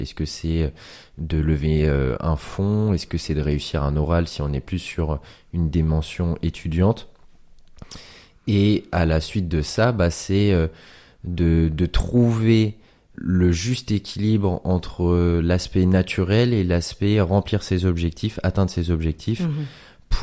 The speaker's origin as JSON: {"language": "French", "town": "Caen", "region": "Normandy", "country": "France", "tie": "born or raised there", "said": "j'ai 27 ans et je suis originaire de Caen."}